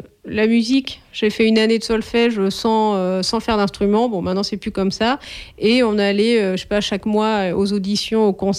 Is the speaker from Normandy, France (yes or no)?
yes; Coutances, Normandy, France; je suis née à Coutances, la ville où il y a quand même Jazz sous les pommiers